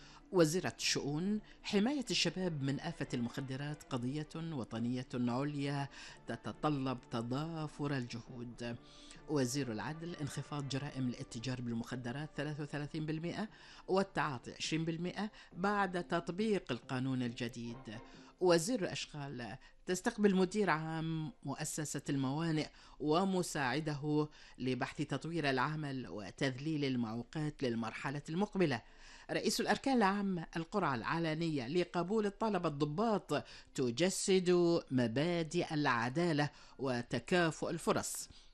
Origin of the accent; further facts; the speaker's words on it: Kuwait; ديرتنا الحبيبة الكويت